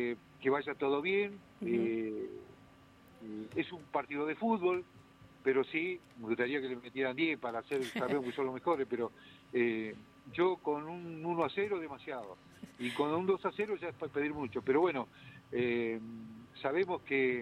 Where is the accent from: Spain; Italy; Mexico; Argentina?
Argentina; cómo somos nosotros los argentinos, que somos exitistas